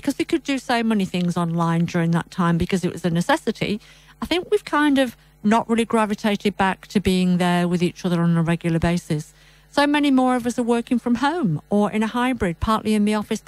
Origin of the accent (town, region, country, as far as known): England, United Kingdom; born there; moved away